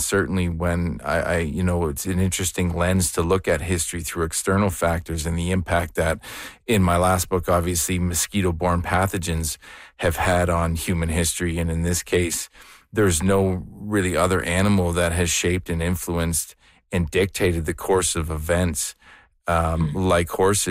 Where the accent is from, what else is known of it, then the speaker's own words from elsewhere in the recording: Sarnia, Ontario, Canada; also born or lived in Hamilton, Ontario; now in Colorado, United States; So I'm from Canada originally. I'm born in Hamilton and raised in Sarnia, Ontario.